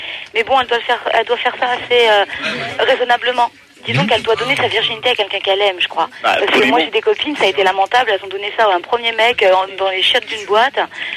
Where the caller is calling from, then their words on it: Créteil, Île-de-France, France; De Créteil.